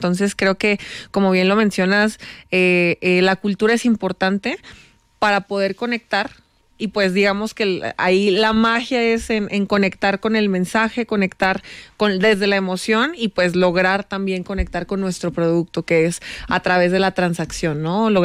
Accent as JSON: {"language": "Spanish", "country": "Mexico", "said": "Como podrás ver, yo soy mexicana y también somos grandes apasionados por el deporte"}